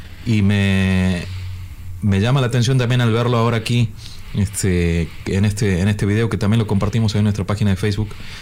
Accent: Argentina; now in Tijuana, Mexico; como argentinos y como tangueros y como gardelófilos, nos suena muy bien.

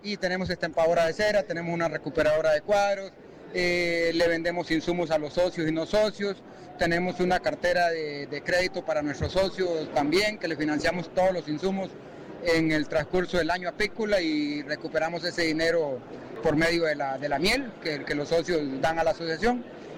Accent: Guanacaste, Costa Rica; soy apicultor de Costa Rica. Me dedico a la producción de miel y a la producción de reinas. Soy creador de reinas en la zona donde estamos, que es la zona de la península de Nicoya, en Costa Rica.

